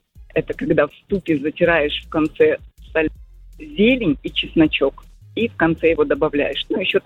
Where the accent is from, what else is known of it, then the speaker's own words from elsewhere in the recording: Donbas, Ukraine; родом я с Донбасса